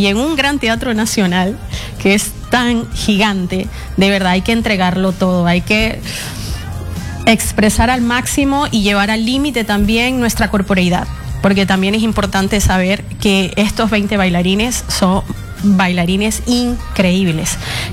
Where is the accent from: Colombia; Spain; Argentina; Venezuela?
Venezuela; No, soy venezolana.